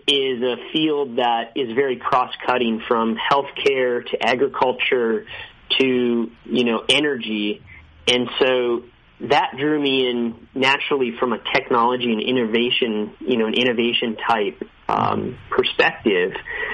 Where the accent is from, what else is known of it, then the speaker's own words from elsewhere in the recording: Minnesota, United States; I grew up in the Midwest in the state of Minnesota, and it's also called the state of 10,000 lakes.